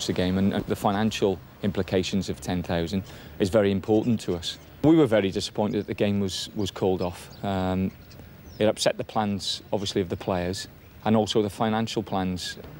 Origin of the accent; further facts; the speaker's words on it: Newport, Wales, United Kingdom; I'm originally from South Wales. I was brought up in not far from the docks in Newport.